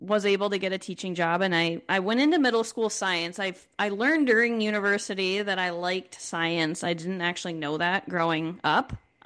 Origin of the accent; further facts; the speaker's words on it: Minnesota, United States; I grew up just outside of Minneapolis, Minnesota